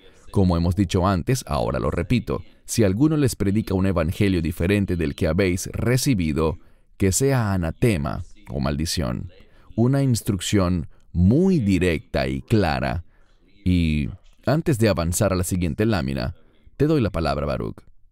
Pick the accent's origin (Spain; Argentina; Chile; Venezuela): Chile; born there; Yo nací en Sudamérica, en Chile, y sé de primera mano que la inmensa mayoría de nuestra población pertenece a la Iglesia Católica